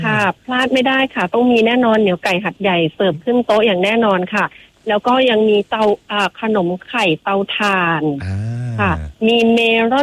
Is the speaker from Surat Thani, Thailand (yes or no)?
no; Krasae Sin, Songkhla, Thailand; ดิฉันเป็นเด็กกระแสสินค่ะเป ็ นคนกระแสสิน